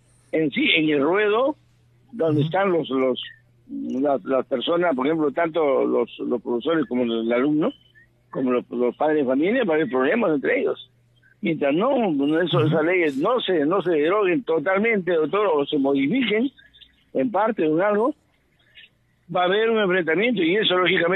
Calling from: Trujillo, La Libertad, Peru; de Trujillo.

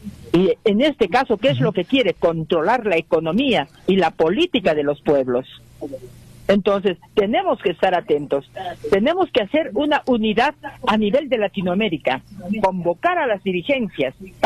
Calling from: Juliaca, Puno, Peru; me llamo de Juliaca.

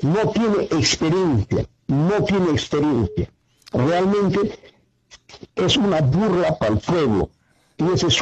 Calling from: Yanahuaya, Puno, Peru; Lo estoy llamando de acá, del distrito de Yanahuaya, de la provincia de Sandia.

